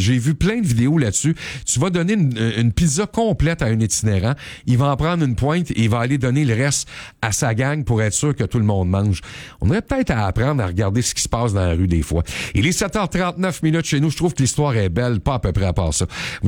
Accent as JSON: {"language": "French", "region": "Quebec", "country": "Canada", "said": "ça arrive chez nous au Québec"}